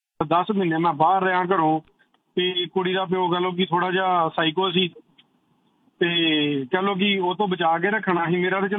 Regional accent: Punjab, India; ਮੈਂ ਗੁਰਦਾਸਪੁਰ ਜ਼ਿਲ੍ਹੇ ਤੋਂ ਬਿਲੋਂਗ ਕਰਦਾ ਜੀ

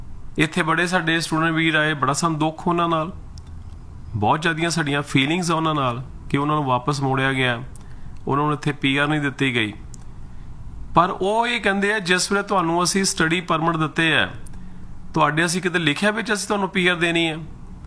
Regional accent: Punjab, India; born or raised there; moved away

